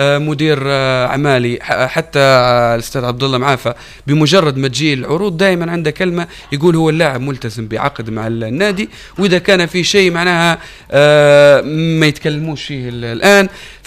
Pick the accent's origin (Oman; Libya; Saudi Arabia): Libya; الناس عرفتني كليبي